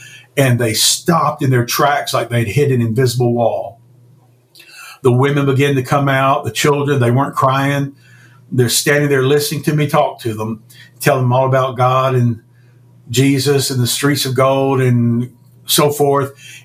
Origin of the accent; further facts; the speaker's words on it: United States; being an American entrepreneur